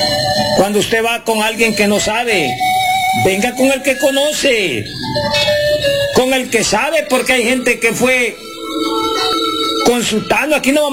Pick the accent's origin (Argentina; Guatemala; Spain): Guatemala; Porque somos guatemaltecos y porque tenemos que entender que si nosotros somos curanderos